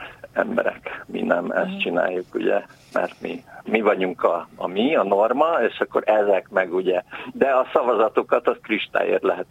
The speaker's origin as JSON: {"language": "Hungarian", "region": "Budapest", "country": "Hungary", "tie": "born or raised there", "said": "Én mondjuk az ötödik kerületben születtem, itt nőttem föl"}